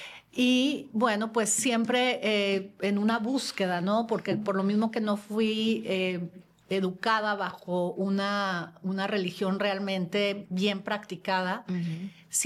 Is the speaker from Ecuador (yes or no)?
no; Mexico; como buena mexicana teníamos nuestra Virgen de Guadalupe en nuestra casa